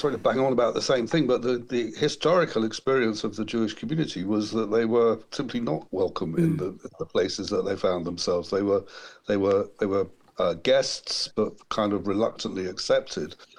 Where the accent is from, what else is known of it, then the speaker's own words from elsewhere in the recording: England, United Kingdom; I'm an Englishman. I live in England, and this is my home right here next to yours.